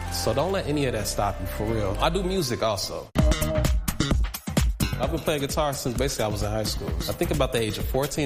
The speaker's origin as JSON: {"language": "English", "town": "Chicago", "region": "Illinois", "country": "United States", "tie": "born or raised there", "said": "in Chicago. I'm a guitarist from the south side of Chicago, born and raised in West Englewood. I went to Leo Catholic High School."}